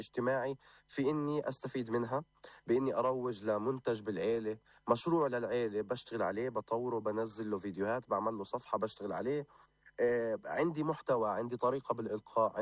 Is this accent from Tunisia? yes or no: no; Palestine; كفلسطينيين